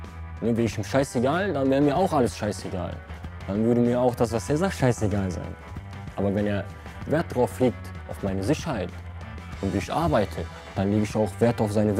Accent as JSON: {"language": "German", "country": "Bulgaria", "second_language": "German", "moved": "yes", "lives_now": "Germany", "said": "2009 kam ich nach Deutschland mit meiner Mama. In der Hoffnung, dass wir hier eine bessere Zukunft haben. Hier gibt es ein Berufsausbildungssystem. Da, wo ich komme ja aus Bulgarien"}